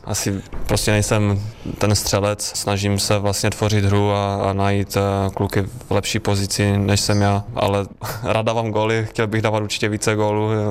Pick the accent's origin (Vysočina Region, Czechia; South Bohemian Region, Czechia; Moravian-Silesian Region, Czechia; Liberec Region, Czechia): Moravian-Silesian Region, Czechia; Třinec; Super, protože jsem odsaď, jsem odchovanec z Třince